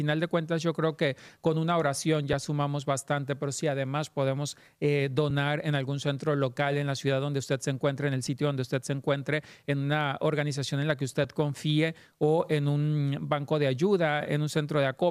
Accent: Mexico; Como mexicano que vivimos tantas veces también sismos tan duros, tan destructivos, tan fuertes

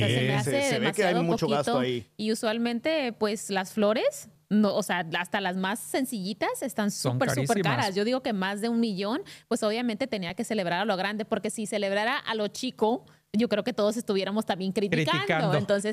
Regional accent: Mexico

